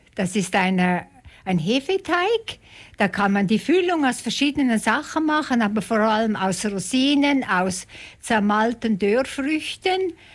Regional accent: Switzerland; Wir kommen aus dem Tessin, aus dem Kanton Zürich, aus dem Kanton St. Gallen, aus dem Kanton Bern.

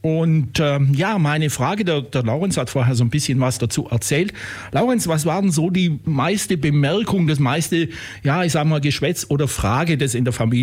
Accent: Herrlingen, Baden-Württemberg, Germany; ich komme aus Herlingen, da war so ein Steinbruch, jetzt ist er nicht mehr

